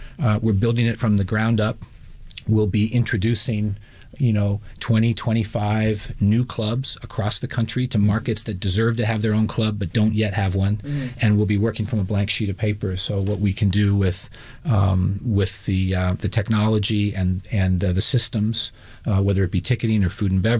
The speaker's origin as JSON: {"language": "English", "town": "Boston", "region": "Massachusetts", "country": "United States", "tie": "born or raised there", "said": "I grew up in the Boston area, just to show my age."}